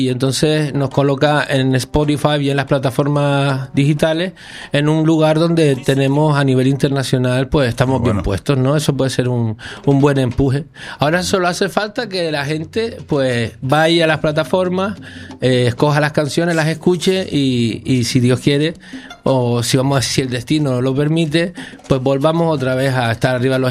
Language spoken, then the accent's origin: Spanish; Canary Islands, Spain